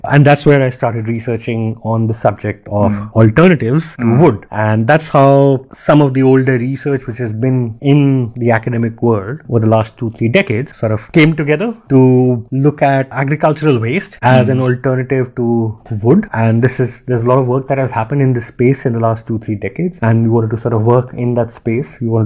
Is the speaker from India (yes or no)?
yes; Delhi, India; I grew up in Delhi.